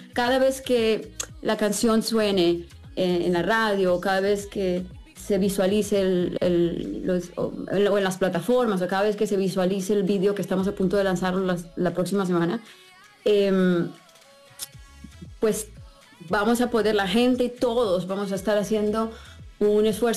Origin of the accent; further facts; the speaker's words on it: Barranquilla, Atlántico, Colombia; a mi Colombia, a mi tierra, a mi gente de Barranquilla.